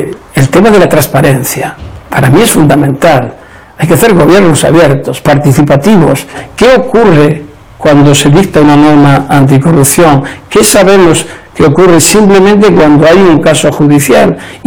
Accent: Spain; En mi país, en España

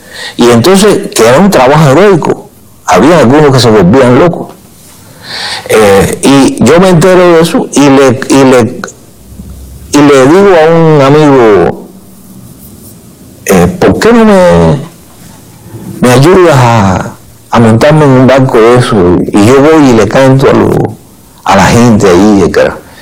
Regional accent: San Antonio de los Baños, Artemisa, Cuba; de aquí de La Habana, de San Antonio de los Baños, que es mi pueblo

